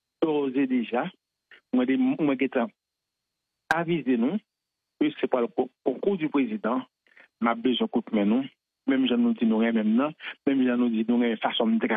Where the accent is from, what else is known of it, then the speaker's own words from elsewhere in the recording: Haiti; now in Canada; En tant que haïtien, comme ta représenter nous parmi les meilleurs conseillers financiers du Québec.